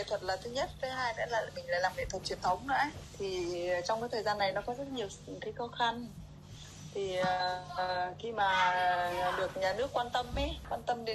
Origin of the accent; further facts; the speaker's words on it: Northern Vietnam, Vietnam; Thật ra là không phải mình chị đâu, mà các nghệ sĩ ở ngoài Bắc vào hay được giải cao lắm